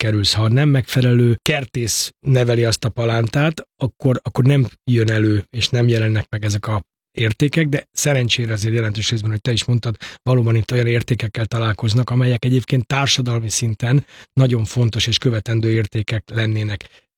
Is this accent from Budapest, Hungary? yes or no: yes; Budapest, Hungary; also born or lived in Rákoskeresztúr, Budapest; Én a Pongrász telepen nőttem fel 14 éves koromig, és aztán elköltöztünk egy steril környezetbe, Rákoskeresztúrra, ugye itt már beszélgettünk, én ott laktam az Újlak utcában, meg a Pesti úton